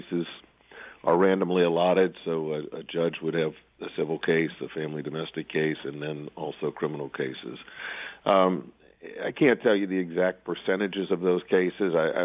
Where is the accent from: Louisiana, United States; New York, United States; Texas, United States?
Louisiana, United States; Jefferson Parish; I am born and raised in Jefferson Parish. I've raised my children here. My mom and dad are in their 80s. They're still here, as are my brothers and their families and my nephews and nieces.